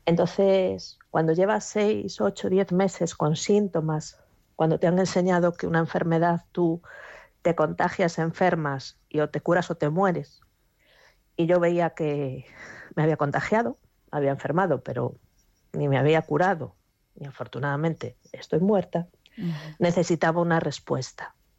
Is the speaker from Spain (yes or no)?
yes; Galicia, Spain; En Galicia, de donde yo soy